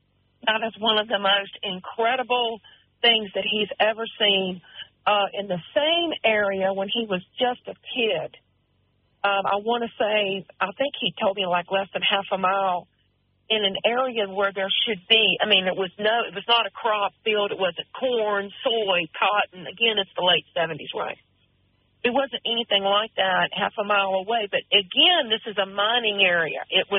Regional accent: Virginia, United States; I'm from the Langley Air Force Base area originally, so this isn't a real big deal to me.

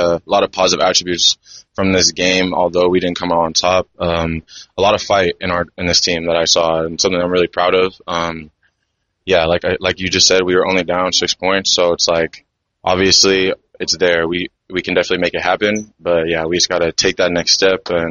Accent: Oregon, United States; Well, we prepared for this, and we're from Oregon, so rain isn't anything new to us.

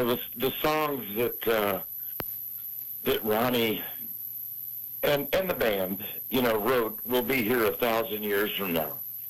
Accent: Louisville, Kentucky, United States; born there; I can't believe I'm talking to Kentucky. I was born in Kentucky.

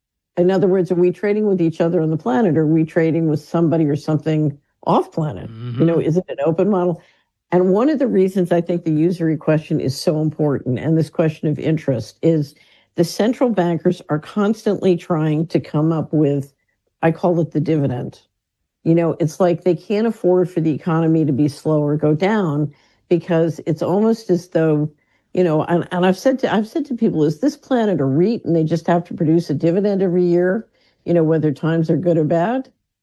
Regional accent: Philadelphia, Pennsylvania, United States; yeah, I grew up in West Philadelphia.

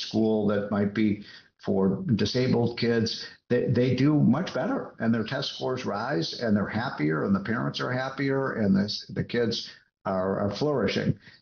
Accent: Chicago, Illinois, United States; I'm from Chicago.

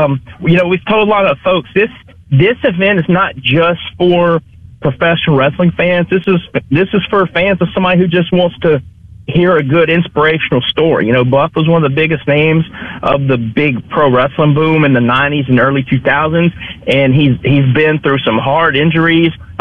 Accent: McComb, Mississippi, United States; moved away; I'm originally from the Macomb area. I have strong roots in Pike County, Macomb Summit, that area.

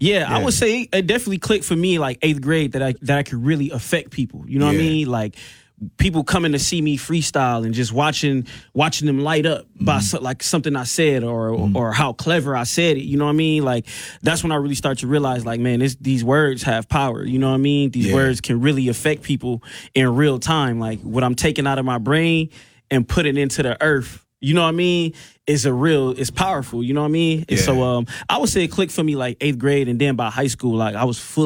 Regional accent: Milwaukee, Wisconsin, United States; moved away as an adult; also born or lived in Memphis; I grew up on the north side.

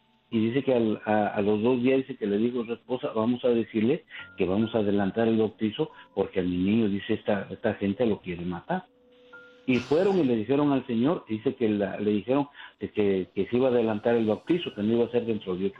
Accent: Oaxaca, Mexico; Yo soy del estado de Oaxaca.

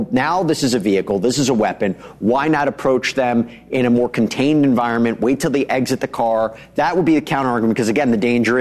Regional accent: New York, United States; that is true. As a New Yorker, I hear it a lot.

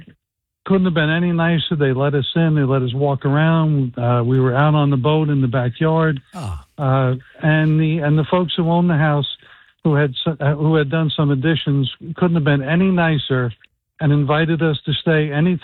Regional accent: Hazlet, New Jersey, United States; now in Old Bridge, United States; the childhood home I grew up in Hazlitt.

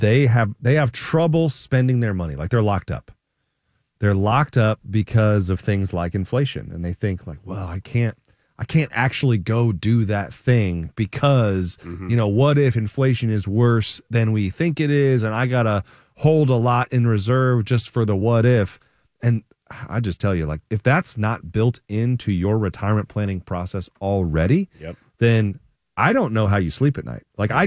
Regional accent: Champaign, Illinois, United States; I mean, I grew up in Champaign, Illinois, guys.

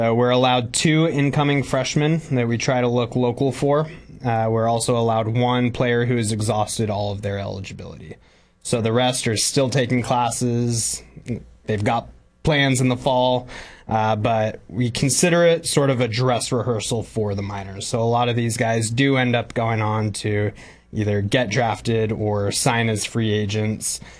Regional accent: Morro Bay, California, United States; I grew up in Morro Bay and grew up coming to Blues games.

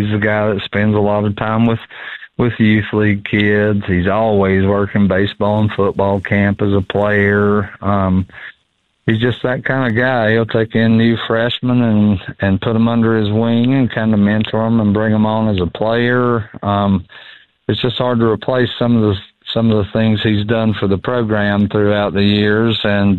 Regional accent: Madison, United States; moved away as an adult; I'm from here. This is my hometown. So when I came back to Madison after being gone a long time to coach

